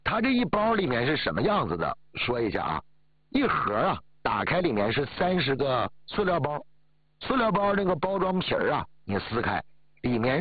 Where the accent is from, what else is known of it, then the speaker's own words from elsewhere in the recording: Northeast China, China; 两家人逃荒要饭闯关东到了东北，我是土生土长的东北人